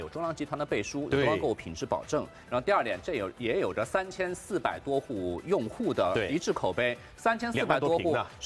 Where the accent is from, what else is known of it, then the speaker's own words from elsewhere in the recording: Shanghai, China; 刚刚能让我们上海人所接受。